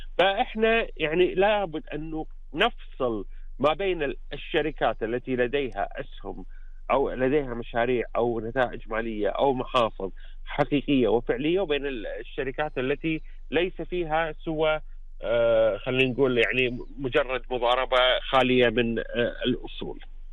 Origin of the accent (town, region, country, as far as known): Kuwait